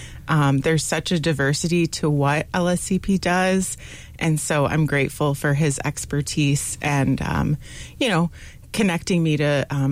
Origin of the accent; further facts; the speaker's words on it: Frankenmuth, Michigan, United States; moved away as an adult; also born or lived in Lansing, Michigan; I'm originally from Frankenmuth, but I've lived in Lansing about 10 years prior to coming here. But I moved to the area about 3 years ago.